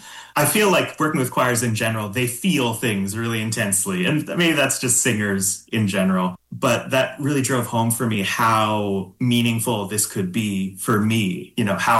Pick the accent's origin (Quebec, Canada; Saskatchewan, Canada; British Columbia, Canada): Saskatchewan, Canada; Regina; moved away as an adult; So I was raised in Regina. I went to university there, lived there until I was about 21.